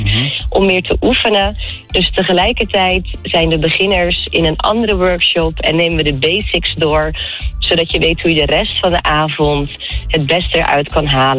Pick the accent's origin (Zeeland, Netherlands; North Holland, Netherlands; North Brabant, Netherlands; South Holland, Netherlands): South Holland, Netherlands; Rotterdam; Dat is natuurlijk ook voor ons in de buurt als Rotterdammer.